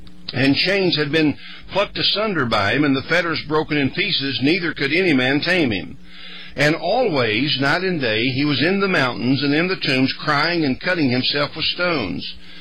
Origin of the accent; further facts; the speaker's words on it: West Virginia, United States; I was raised down in Logan County, West Virginia